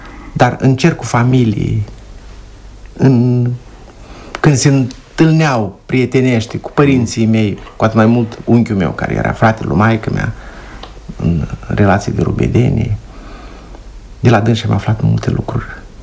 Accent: Moldova; copil fiind, mă așezeam undeva în vie, în grădină sau într-un pom și priveam depărtarea, depărtările în amurg. În față aveam limanul râului Botna

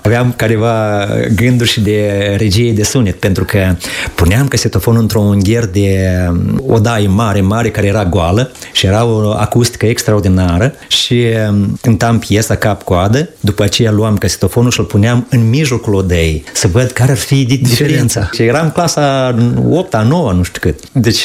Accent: Vâșcăuți, Orhei District, Moldova; Da, sunt de la Vâșcăuț Orhei, pe malul Nistrului, acolo am crescut, unde am și prins dragoste față de muzică

